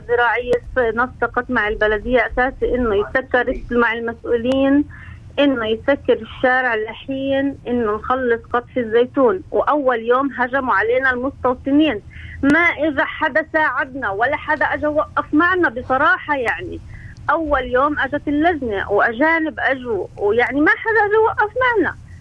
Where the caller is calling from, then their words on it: West Bank, Palestine; من سكان المنطقة